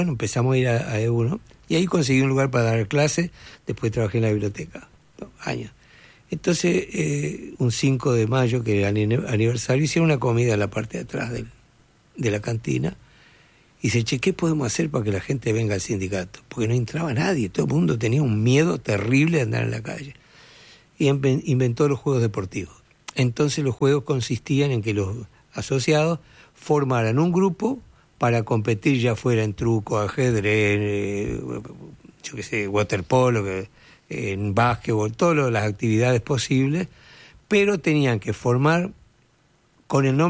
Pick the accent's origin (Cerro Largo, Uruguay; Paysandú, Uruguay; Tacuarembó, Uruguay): Tacuarembó, Uruguay; moved away; Nací allá.